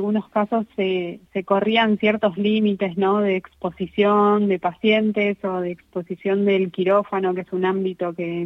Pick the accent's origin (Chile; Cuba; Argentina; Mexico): Argentina; moved away as an adult; now in Las Palmas, Spain; primero soy argentina, no sé si se nota por cómo hablo.